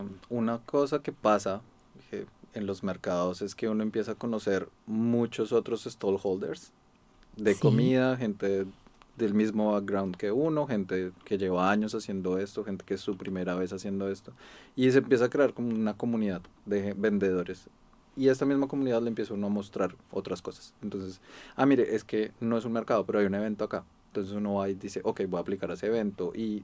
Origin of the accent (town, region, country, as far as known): Colombia; now in Australia